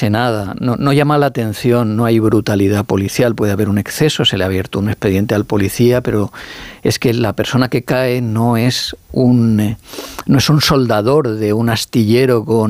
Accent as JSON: {"language": "Spanish", "region": "Valencian Community", "country": "Spain", "said": "Y soy alicantino, o sea, valenciano."}